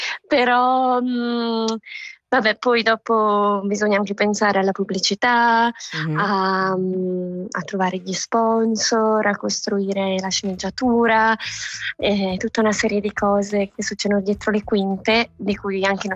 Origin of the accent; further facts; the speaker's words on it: Bellinzona, Ticino, Switzerland; moved away as an adult; also born or lived in Chur; now in Zurich, Switzerland; Vengo da Bellinzona